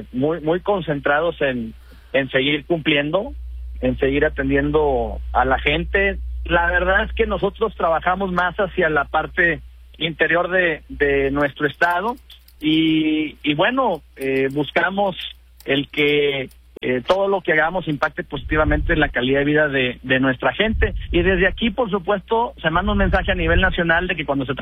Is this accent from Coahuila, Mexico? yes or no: yes; Coahuila, Mexico